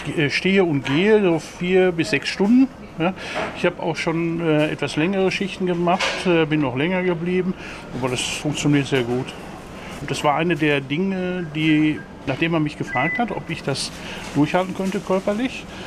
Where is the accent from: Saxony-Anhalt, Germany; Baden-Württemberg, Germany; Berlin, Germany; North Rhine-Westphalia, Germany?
North Rhine-Westphalia, Germany; Dortmund; born there; Ich bin gebürtiger Dortmunder, ja.